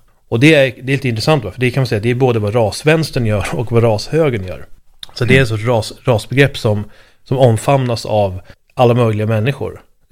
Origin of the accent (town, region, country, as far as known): Sweden